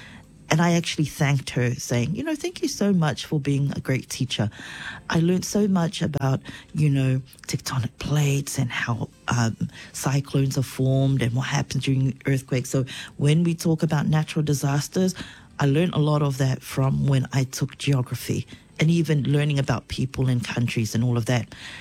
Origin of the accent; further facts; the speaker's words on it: Niue; So I went to, I grew up in Niue, therefore I went to the only primary school, which is Niue Primary School. And then I went on to Niue High School, which is also the only high school on island.